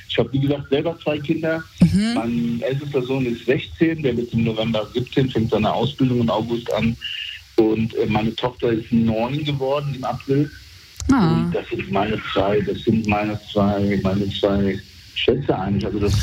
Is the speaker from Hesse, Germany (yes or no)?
yes; Bad Soden am Taunus, Hesse, Germany; Wir sind in Bad Soden am Taunus groß geworden und jeder kannte ihn halt durch seinen Job.